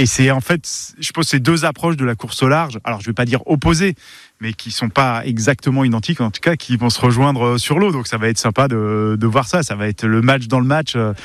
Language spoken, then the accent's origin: French; Guadeloupe, France; born there; J'ai débarqué en Guadeloupe en 89, j'avais 10 ans